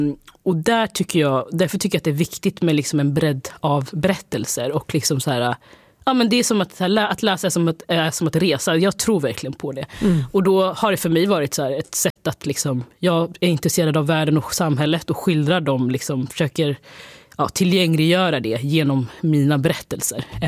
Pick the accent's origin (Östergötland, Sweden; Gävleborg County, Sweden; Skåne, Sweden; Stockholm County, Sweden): Östergötland, Sweden; Linköping; Jag är ju från Linköping